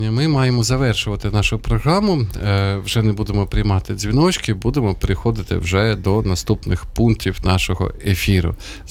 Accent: Sumy, Sumy Oblast, Ukraine; буквально тільки вчора повернувся ввечері із Сум, моє рідне місто, там мої батьки також поховані.

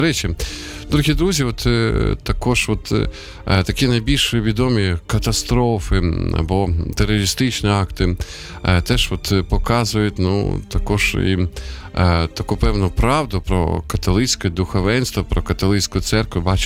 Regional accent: Sumy, Sumy Oblast, Ukraine; от в моєму рідному місті вчора, позавчора, от росіяни завдавали удари по одному із торгівельних центрів, це місто Суми.

